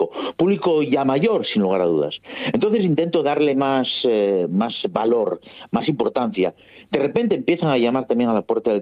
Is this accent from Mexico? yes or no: no; France; moved away as an adult; now in Asturias, Spain; yo nací y viví en Francia hasta los 20 años, como bien sabes, los asturianos nacemos donde nos da por la gana